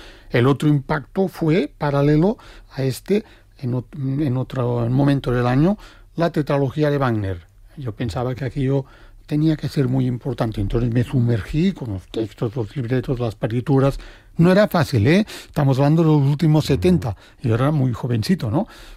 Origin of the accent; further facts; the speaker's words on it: Andorra; en mi caso Andorra